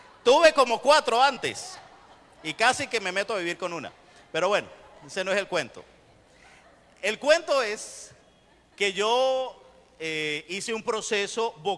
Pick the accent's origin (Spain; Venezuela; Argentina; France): Venezuela; moved away as an adult; now in Colombia; Pero en Venezuela, porque yo soy venezolano. Tengo 10 años viviendo en Colombia. Pero antes de esos 10 años vivía en mi país